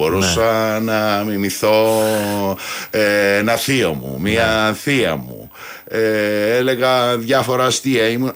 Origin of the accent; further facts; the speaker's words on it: Korydallos, Attica, Greece; στον Κορυδαλλό μεγάλωσα.